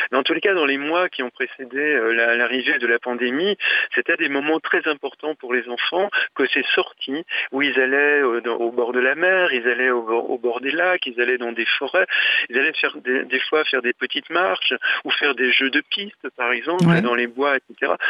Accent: Le Mans, Pays de la Loire, France; J'ai grandi au Mans, hein, oui, petite ville ouvrière

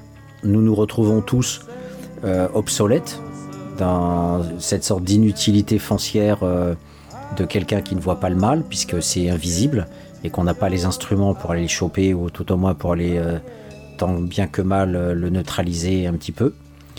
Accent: France; On est français, donc on fera ça.

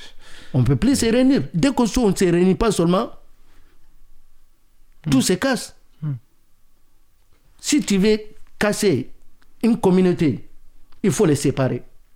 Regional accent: Mali

